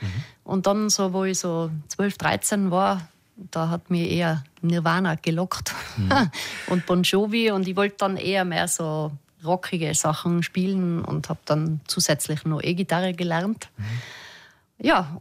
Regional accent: Götzens, Tyrol, Austria; Aus Götzens.

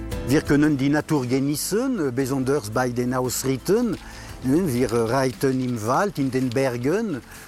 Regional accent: France; now in Austria; ich bin Franzose und ich bin hier im Trattlerhof Reitlehrer.

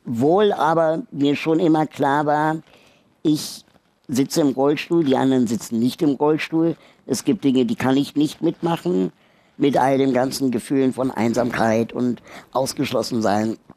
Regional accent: Berlin, Germany; also born or lived in Peru; Und dann sind sie nach Deutschland gezogen und das Einzige, was aufgrund ihrer politischen Gesinnung in Frage kam, war West-Berlin. Und meine Eltern waren, wie gesagt, relativ jung und steckten mich dann sehr schnell in den Kindergarten.

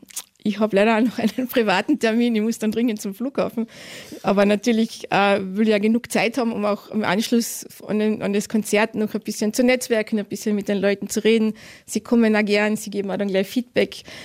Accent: Carinthia, Austria; Natürlich bin ich in einem Chor.

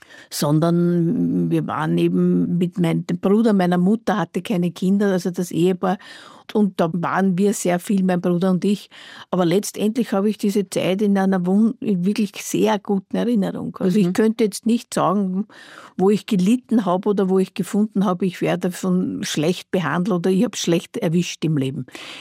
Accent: Vienna, Austria; Na, ich bin ja im alten Floridsdorf aufgewachsen. Ich bin ganz, ganz in der Nähe vom Spitz aufgewachsen, in einem Altbauhaus.

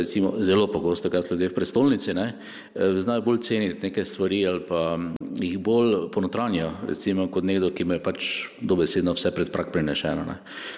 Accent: Maribor, Drava, Slovenia; born there; Jaz sem recimo po očetovi strani iz Prekmure, po mojni strani iz Prlekije, rojen sem v Mariboru, ne? Sem Slovenec, ne moram se čuti drugače.

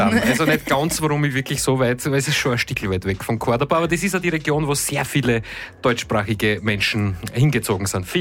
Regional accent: Austria; ich bin Österreicher.

